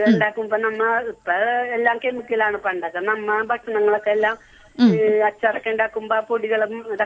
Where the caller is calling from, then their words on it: Puthenvelikkara, Kerala, India; ഇത് ഞാൻ പുത്തൻവേലിക്കരയിൽ നിന്ന്